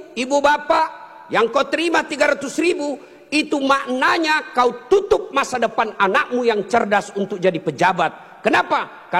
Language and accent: Indonesian; South Sulawesi, Indonesia; Kalau kami orang Bugis tidak takut sama istri.